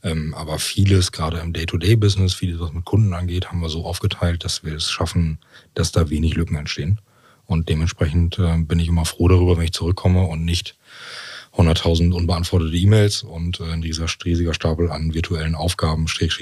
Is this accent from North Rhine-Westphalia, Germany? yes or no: no; Wilhelmshaven, Lower Saxony, Germany; now in Osnabrück, Germany; ich komme aus Wilhelmshaven